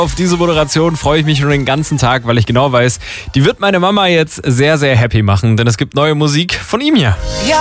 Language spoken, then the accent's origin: German; England, United Kingdom; Als Engländer kann ich es nachvollziehen.